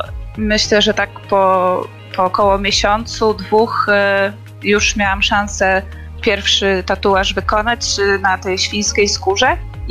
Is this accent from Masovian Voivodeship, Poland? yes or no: no; Koszalin, West Pomeranian Voivodeship, Poland; pochodzę z Koszalina.